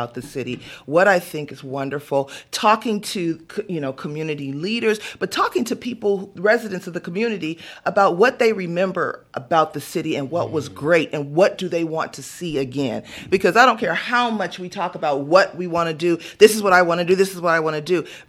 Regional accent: West Covina, California, United States; also born or lived in Baldwin Park / La Puente; But the bulk of my childhood was in West Covina. And then I moved from West Covina to La Puente. and I graduated from La Puente High School.

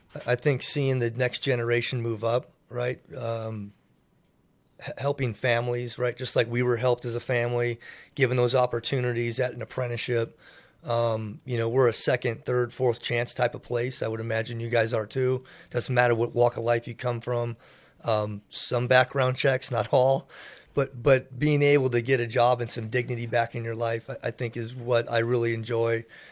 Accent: Lake Forest, California, United States; born there; also born or lived in Oak Lawn, Illinois; Originally born in Chicago, Illinois, Oak Lawn. My father was a local 9 journeyman lineman out there and then moved us out here to California for the California's gold. Started working for the Southern California Edison and eventually did a little circuit out here. But we settled in Lake Forest, or at the time was El Toro.

